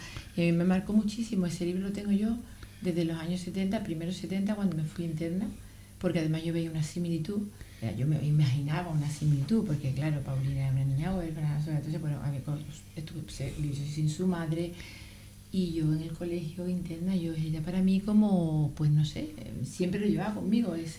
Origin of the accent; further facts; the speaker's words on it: Vélez-Málaga, Andalusia, Spain; Yo soy del pueblo de María Zambrano, de Belén, Málaga.